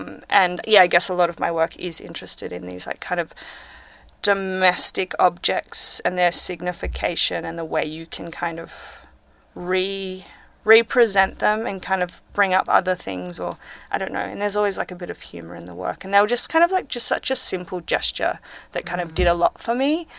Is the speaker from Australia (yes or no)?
yes; Perth, Western Australia, Australia; moved away; I lived in Perth. I'm from Perth.